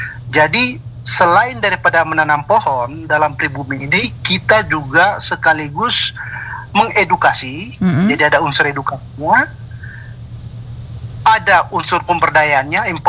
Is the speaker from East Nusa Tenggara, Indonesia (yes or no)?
yes; Flores, East Nusa Tenggara, Indonesia; kita orang Flores